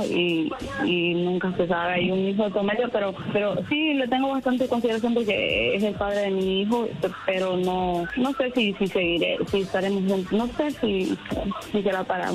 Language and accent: Spanish; Mexico; born there